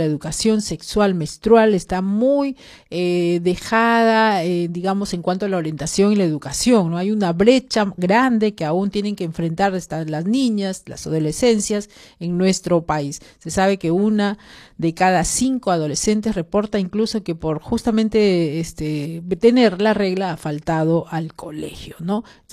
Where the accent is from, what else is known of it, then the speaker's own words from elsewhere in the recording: Piura, Peru; Yo soy de Piura